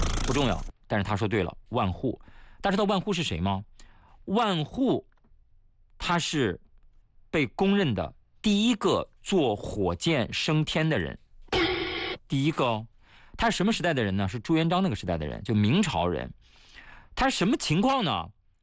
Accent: China; 作为一个中国人，感觉到很骄傲啊！

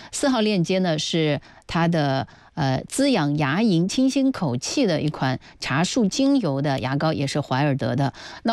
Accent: Zhejiang, China; 咱们浙江人爱养生

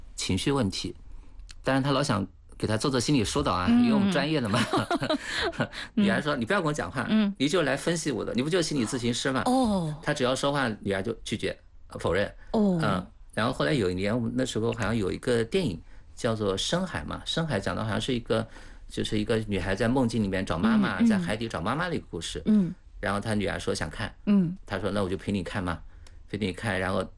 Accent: China; 所以我们中国人经常说什么

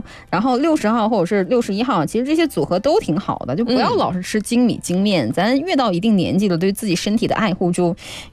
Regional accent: Northeast China, China; 因为我东北人嘛，我就对我们家乡的这个小米特别特别的有感情。

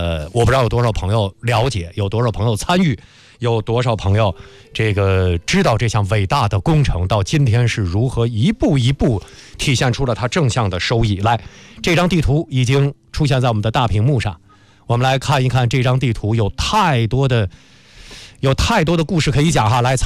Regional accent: Beijing, China; born there

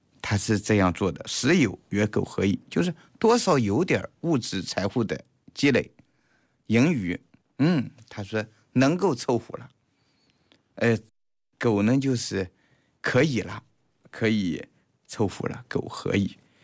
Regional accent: China; 我们中国人

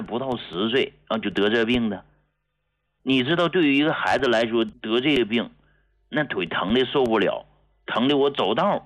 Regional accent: Hegang, Heilongjiang, China; 到啥时候我都知道我是从农村出来的，对吧？啊，农村老家，我的出生地就是黑龙江鹤岗市

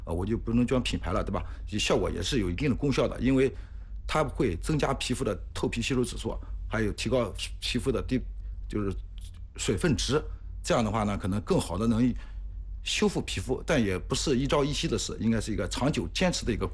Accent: China

